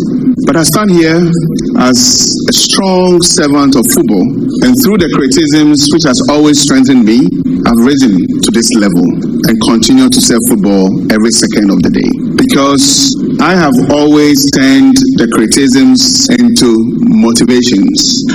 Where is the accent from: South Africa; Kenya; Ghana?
Ghana; my path was different because I was born and raised in Ghana